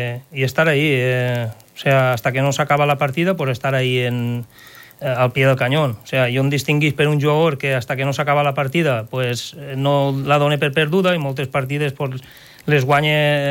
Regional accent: Villalonga, Valencian Community, Spain; Jo sóc de Villalonga.

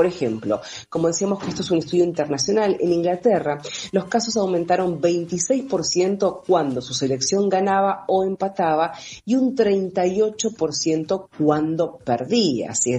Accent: Argentina; cómo somos los argentinos con respecto al fútbol, al mundial, al seleccionado.

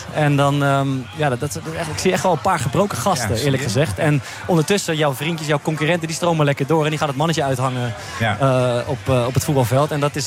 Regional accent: Amersfoort, Utrecht, Netherlands; Voor mij was het ook, ik kwam als een jongen uit Amersfoort.

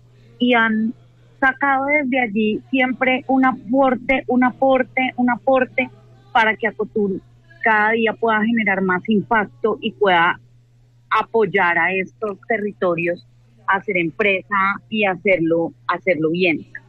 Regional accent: Colombia

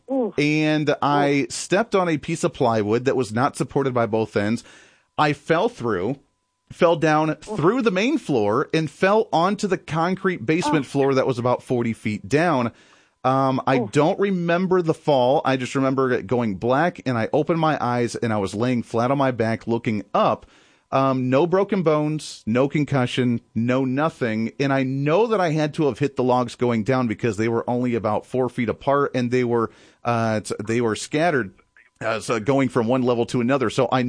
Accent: Ohio, United States; when I was growing up in Ohio.

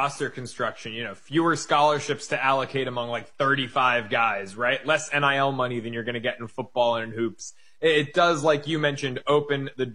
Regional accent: Long Island, New York, United States; a team that is near and dear to my heart growing up on Long Island

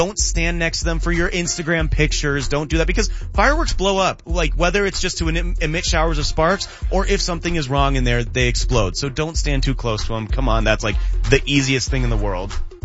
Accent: Pittsburgh, Pennsylvania, United States; I'm from Pittsburgh.

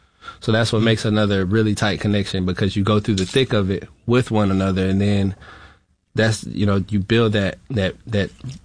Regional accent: Florida, United States; You know, I was raised in Florida, so I can relate to the families and how a struggle may look

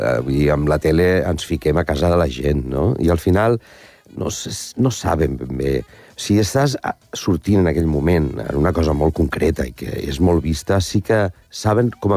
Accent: Alcoy, Valencian Community, Spain; que és unes titelles que es fan al meu poble, al Coi, al Nadal

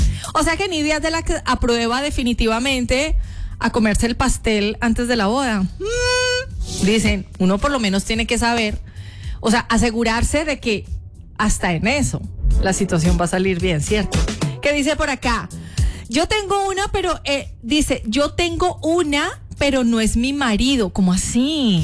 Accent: Colombia; now in Guatemala; yo soy colombiana, su merced

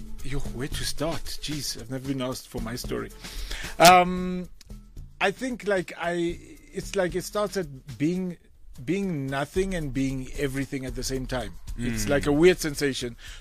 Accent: South Africa; and I'm South African. Okay, every part of me is South African.

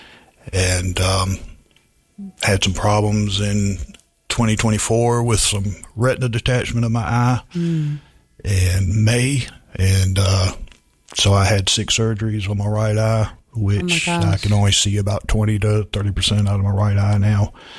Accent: Augusta, Georgia, United States; I'm from Augusta originally, awesome. Born and raised. Went to Westside High School.

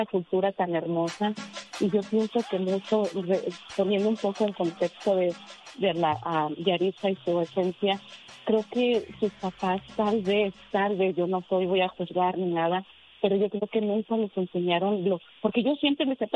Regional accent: Durango, Mexico; mis hijos saben de México, porque yo soy de Durango

